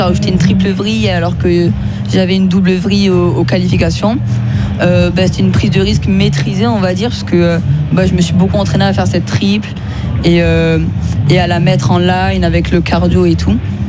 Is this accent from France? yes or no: yes; France; now in Montpellier area, France; je suis français